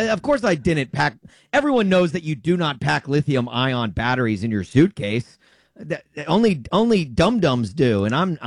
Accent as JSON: {"language": "English", "town": "Nashville", "region": "Tennessee", "country": "United States", "tie": "born or raised there", "moved": "yes", "said": "I flew to my hometown, Nashville, this past week."}